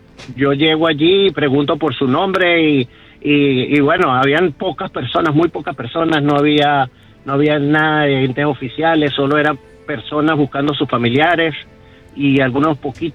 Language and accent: Spanish; Venezuelan Andes, Venezuela; now in Cagua, Venezuela; crecimos juntos en los Andes venezolanos